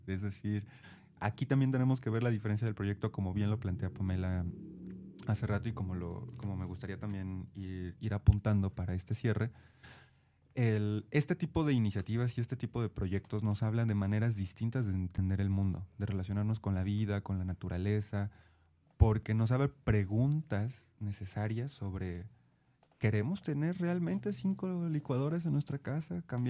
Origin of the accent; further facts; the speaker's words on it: Mexico; a nosotros como mexicanos